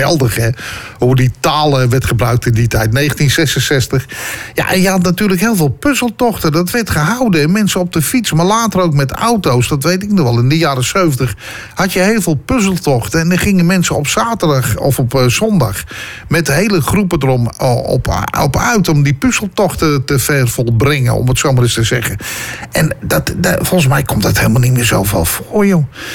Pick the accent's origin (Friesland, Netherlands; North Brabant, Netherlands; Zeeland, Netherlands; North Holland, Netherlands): North Holland, Netherlands; Purmerend; Ja, ik kom uit Purmerend. Ik denk zo, ja, dat is nogal te horen.